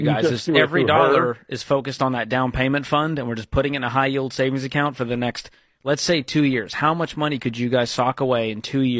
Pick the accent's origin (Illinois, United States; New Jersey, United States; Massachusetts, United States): Massachusetts, United States; Boston; I mean, I'm from the Boston area.